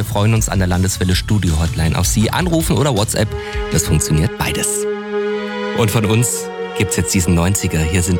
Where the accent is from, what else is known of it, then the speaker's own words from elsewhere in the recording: Schmalkalden, Thuringia, Germany; born there; Schmalkalder Bratwurst. Es ist auch meine persönliche Lieblingsbratwurst, nicht nur, weil die aus meinem Geburtsort kommt.